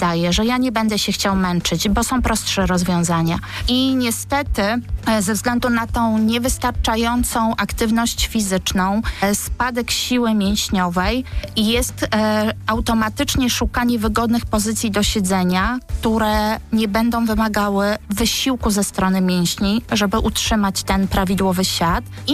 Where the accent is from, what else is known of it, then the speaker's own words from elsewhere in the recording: Gdynia, Pomeranian Voivodeship, Poland; Ja jestem z Gdyni, więc łatwiej mi operować takimi rejonami właśnie Gdyni.